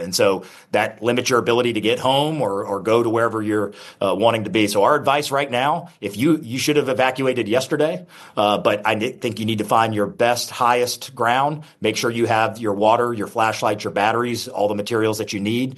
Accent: Pensacola, Florida, United States; I was born and raised here in Pensacola.

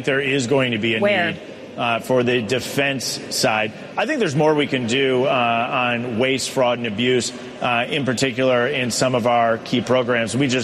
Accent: Wisconsin, United States; In my home state of Wisconsin

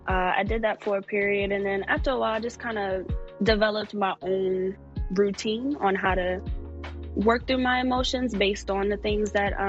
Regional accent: New York, United States; now in Atlanta, United States; Just growing up in the projects, just being a kid in that neighborhood, you see a lot. You're exposed to a different part of life. And I would say life in New York, it was

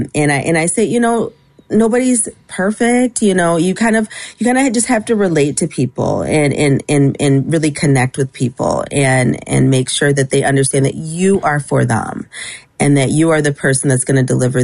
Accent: Troy, Michigan, United States; So I'm obviously from Troy. I've represented Troy for nearly 7 years.

